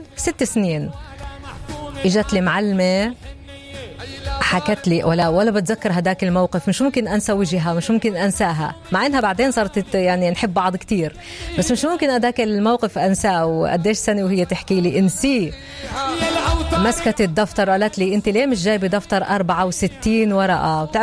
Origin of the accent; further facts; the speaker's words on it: Palestine; إحنا كشعب فلسطيني عندنا كتير مخاوف